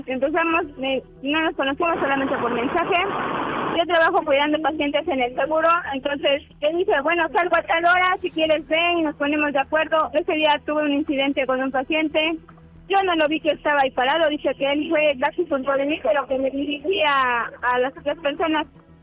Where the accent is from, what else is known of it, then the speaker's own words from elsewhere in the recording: Orizaba, Veracruz, Mexico; 40 y soy de Orizaba, Veracruz.